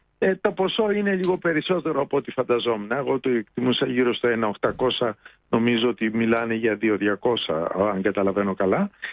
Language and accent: Greek; Greece; αρχίζουμε και σκεφτόμαστε ως Έλληνες